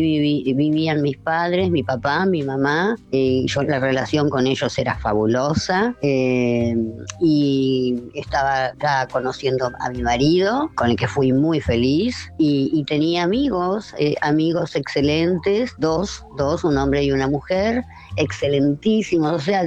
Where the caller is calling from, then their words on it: Argentina; Hola Luisa, toda la compartida del Te Escucho … de Barrio Norte